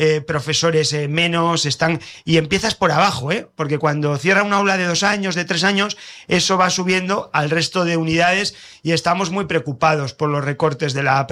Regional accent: Cantabria, Spain; reivindicamos lo que somos como pueblo de Cantabria, donde nos sentimos orgullosos de nuestra tierra.

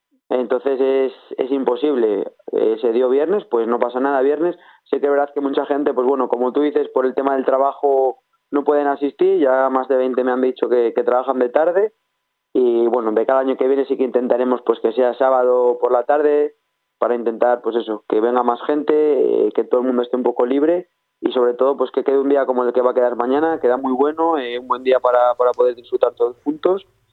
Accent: Piélagos, Cantabria, Spain; born there; moved away as an adult

